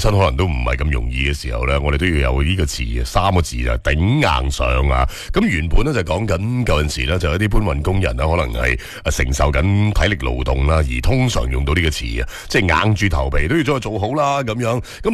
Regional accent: Guangdong, China; 都会系我哋广府人咧几中意讲嘅

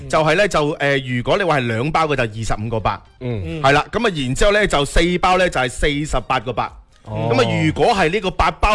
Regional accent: Guangdong, China; 我哋廣東人

